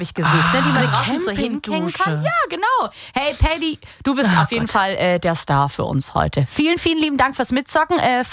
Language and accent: German; Leutenbach, Baden-Württemberg, Germany; Ah, ja, Leuchtenbach, das ist mein Ort, mein Heimatort und da kommt die Tanja her